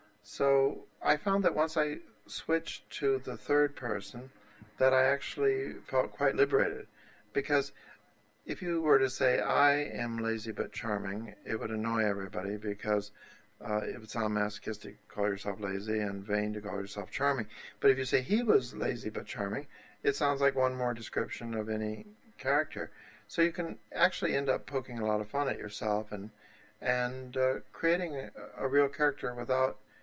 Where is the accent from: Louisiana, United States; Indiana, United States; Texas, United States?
Texas, United States; He's a sort of fallen Virginia aristocrat, whereas I'm white trash from Texas.